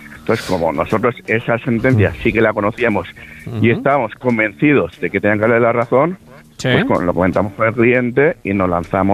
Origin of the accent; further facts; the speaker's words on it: Valencia, Valencian Community, Spain; soy valenciano